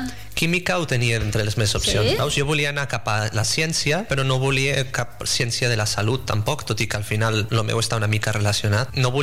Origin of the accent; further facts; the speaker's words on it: Lleida, Catalonia, Spain; a on jo vaig néixer, a Lleida